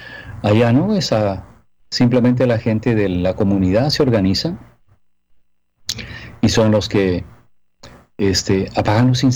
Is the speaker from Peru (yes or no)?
yes; Peru; también en mi país, Perú, yo soy peruano, está habiendo unos incendios.